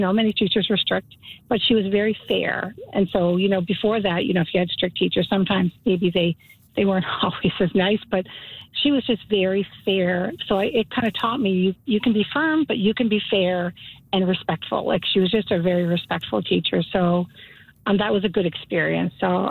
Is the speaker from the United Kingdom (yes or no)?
no; Sydney, Nova Scotia, Canada; born there